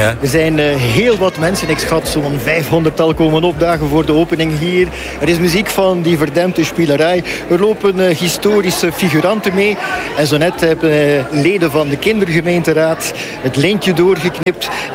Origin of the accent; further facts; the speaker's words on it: Ostend, Flanders, Belgium; Flip, wij zijn alle twee Oostendenaren.